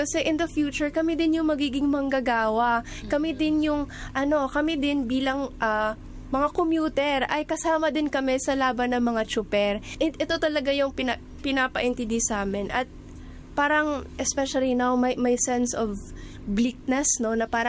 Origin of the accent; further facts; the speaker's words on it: Visayas, Philippines; Tagalog is a second language; now in Manila, Philippines; mahirap yung lengguahe kasi laking Bisaya ako.